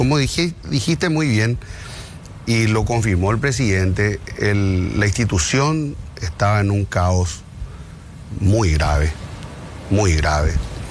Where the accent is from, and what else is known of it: Paraguay